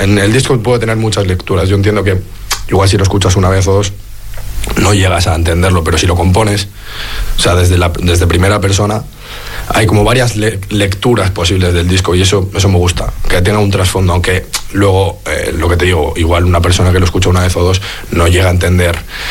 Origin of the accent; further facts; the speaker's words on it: Basque Country, Spain; yo también soy de Ezkerraldea